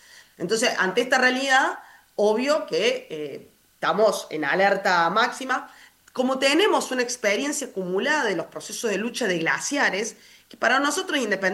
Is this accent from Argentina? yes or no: yes; Argentina; uno de nuestros ADN como argentino, marca personal, si se quiere, como país.